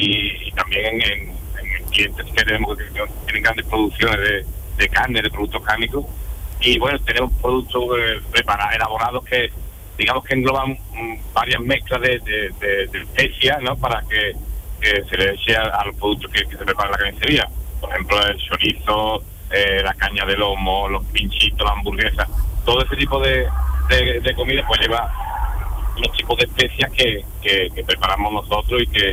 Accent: La Puebla del Río, Andalusia, Spain; Desde yo vivo en la Puebla del Río, que soy de natural de Puebla del Río.

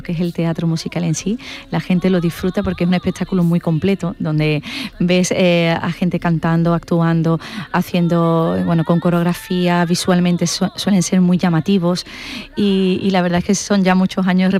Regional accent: Seville, Andalusia, Spain; Bueno, nosotros, Tomás y yo somos andaluces, Tomás de Málaga, yo soy de Sevilla

